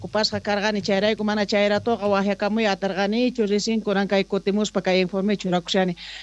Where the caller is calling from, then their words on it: Atacari, Bolivia; ahí mi pueblo es de Atacari